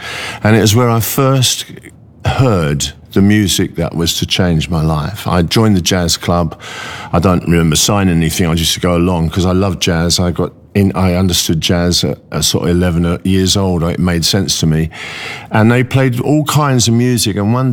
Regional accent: Croydon, London, United Kingdom; Mick and I come from Croydon, he come from Mitcham

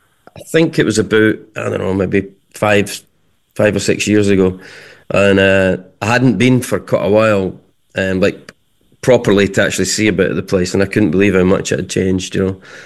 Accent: Edinburgh, Scotland, United Kingdom; Actually, I'm from Leith, which is the port of Edinburgh. So, if you come from Leith, you generally say you're from Leith, not Edinburgh.

